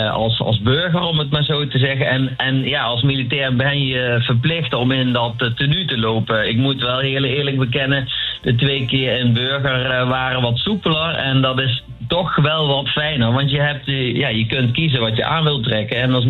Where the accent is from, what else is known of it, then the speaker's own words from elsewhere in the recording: Wijchen, Gelderland, Netherlands; born there; moved away; Ja, dat is mijn geboortedorp.